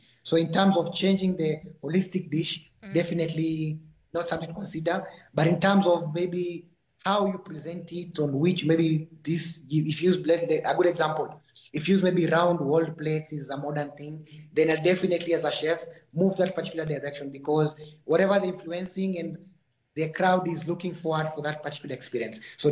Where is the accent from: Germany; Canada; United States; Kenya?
Kenya; now in Botswana; I'm from Kenya. Definitely, I'm a Kenyan chef, but I'm currently based in Botswana.